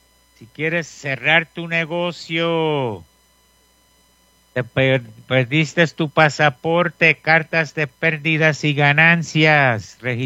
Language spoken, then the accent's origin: Spanish; Puerto Rico; como buen boricua, esa es la que hay.